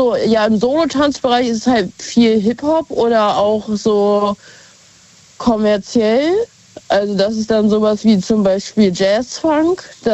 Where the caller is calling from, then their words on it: Hanover, Lower Saxony, Germany; Aus Hannover tatsächlich.